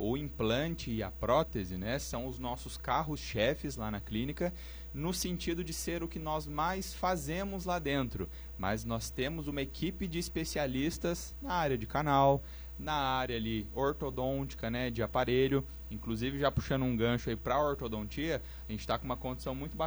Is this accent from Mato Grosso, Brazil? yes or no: no; Pindamonhangaba, São Paulo, Brazil; eu sou de Moreira César, eu moro lá